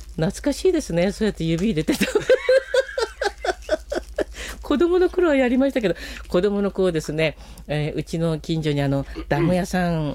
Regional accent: Hakodate, Hokkaido, Japan; あ、私函館ですからね、

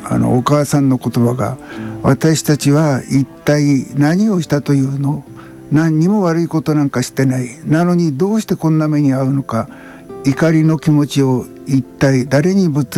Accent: Yamagata, Japan; 僕は小さい時に山形県で育ったんですが、シベリアからね僕の町に3人 帰ってきたん

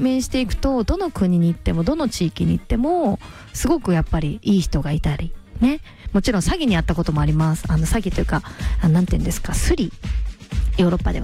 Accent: Miyazaki, Japan; born or raised there

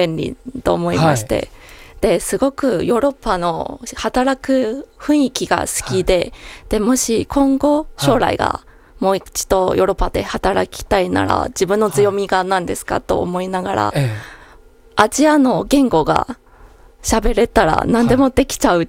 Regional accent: Taiwan; Japanese is a second language; はいはい、自分は台湾人だから、台湾人は絶対そういうオリンピックはやらないですよ。

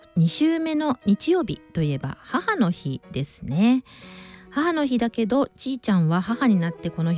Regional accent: Setagaya, Tokyo, Japan; 世田谷生まれ世田谷育ち、中学校3年生の女の子のママです。

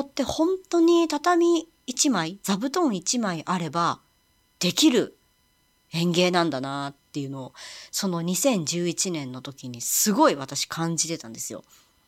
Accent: Ishikawa, Japan; now in Tokyo, Japan; 私の田舎、まあ、ふるさと、石川県の能登

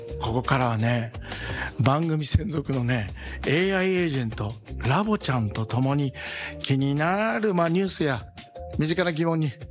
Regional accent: Shizuoka, Japan; moved away; 静岡から出てきて一人暮らしをして自炊してましたよ。

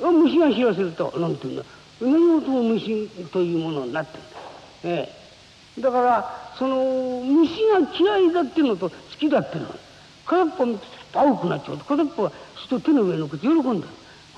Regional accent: Tokyo, Japan; born there; 私なんぞは神田で生まれて

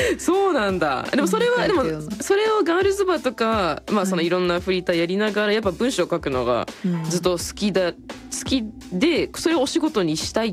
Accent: Fukuoka, Japan; 私福岡生まれなんですけど、うん、ずっと海と山で育って

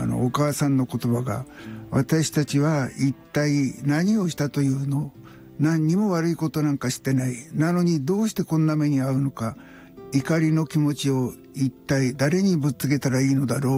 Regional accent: Yamagata, Japan; 僕は小さい時に山形県で育ったんですが、シベリアからね、僕の町に3人を帰ってきたんですよね。

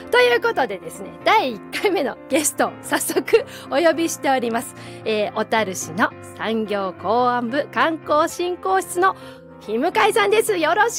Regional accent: Otaru, Hokkaido, Japan; 私たち小樽市民

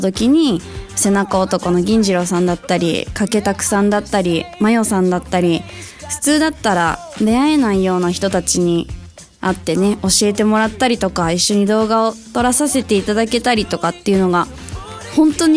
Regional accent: Nagano, Japan; で地元の長野だったんですけど、まあ、そこでダンスでこう食べていくって言ったら

